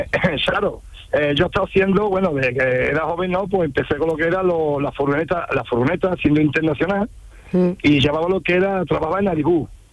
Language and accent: Spanish; Casariche, Andalusia, Spain; Sí, Charo, date cuenta que en mi pueblo Casariche, en Charo, hay por haber 40 empresas de poliéster. Un pueblo de 5.500 habitantes.